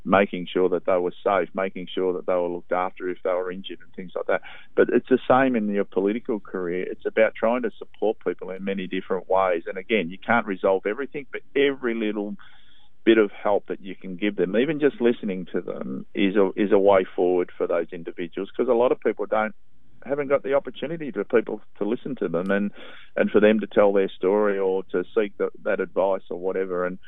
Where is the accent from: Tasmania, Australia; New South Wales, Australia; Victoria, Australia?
Victoria, Australia; Melbourne; I was brought up in Braybrook, and it was the greatest upbringing that we could have in a working class family in a housing commission house with six kids in the family